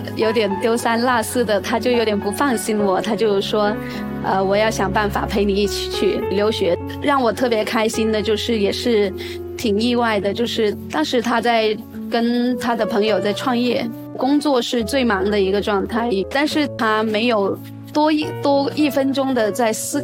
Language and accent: Chinese; China; 我来自中国